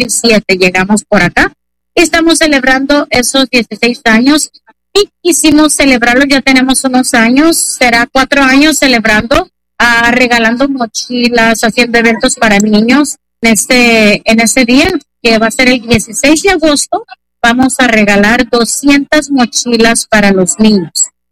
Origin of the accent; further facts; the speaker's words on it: Pareo, Michoacán, Mexico; also born or lived in Phoenix, Arizona; now in United States; Soy de Pareo, Michoacán.